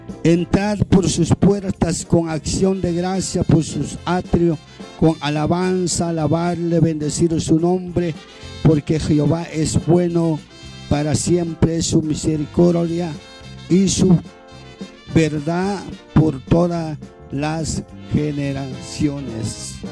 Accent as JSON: {"language": "Spanish", "town": "San José Poaquil", "region": "Chimaltenango", "country": "Guatemala", "said": "venimos de San José Poaquil, departamento de Chimaltenango."}